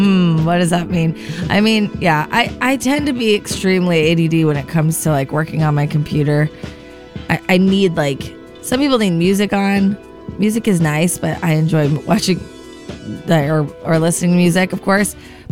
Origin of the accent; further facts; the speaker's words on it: United States; as an American, you know, USA